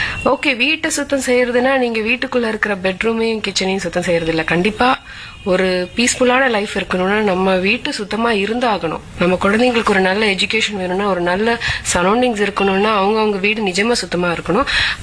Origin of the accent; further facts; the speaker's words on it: Chennai, Tamil Nadu, India; நான் ஒரு மலையாளியாக இருந்தாலும் பிறந்து வளர்ந்தது எல்லாமே சென்னை தான்.